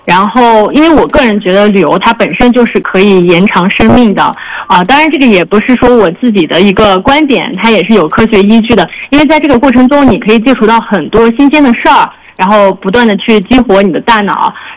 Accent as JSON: {"language": "Chinese", "region": "Xinjiang", "country": "China", "tie": "born or raised there", "said": "然后现在的这个地点是在新疆伊犁，在我们的工作室。"}